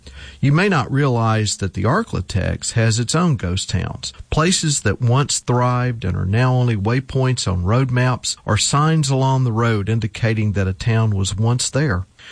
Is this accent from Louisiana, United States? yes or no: yes; Farmerville, Louisiana, United States; my hometown of Farmerville